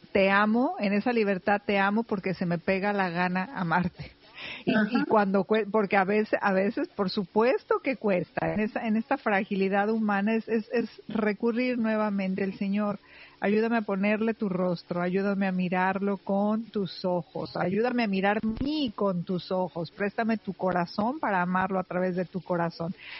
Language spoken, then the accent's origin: Spanish; Mexico; como buena mexicana que creció con mucho adulto